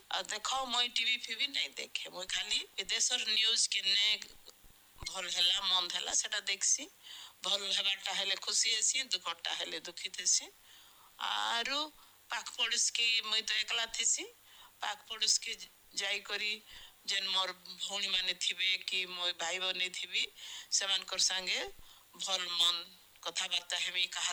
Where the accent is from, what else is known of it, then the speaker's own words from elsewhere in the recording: Bhawanipatna, Odisha, India; ଆଉ ମୁଁ ଭବାନୀପାଟଣାର ଅଗସାରପଡ଼ାରେ ମୋର ଘର ସେଠି ଅଛେ।